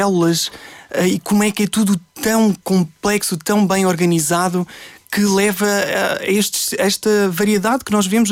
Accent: Carrazedo de Montenegro, Vila Real, Portugal; Portanto, eu sou de Carrasel Montenegro, que é, aliás, é uma vila que pertence à freguesia de Carrasel Montenegro, concelho de Valpaços.

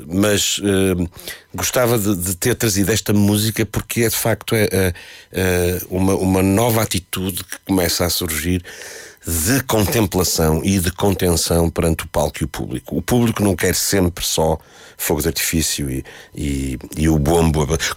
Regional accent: Porto, Norte, Portugal; eu que sou do Porto

